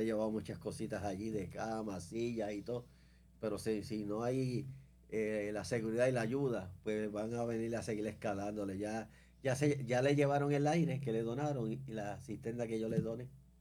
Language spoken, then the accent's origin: Spanish; Toa Alta, Puerto Rico; pues yo soy de Toalta y yo soy una persona con impedimento en silla de ruedas también.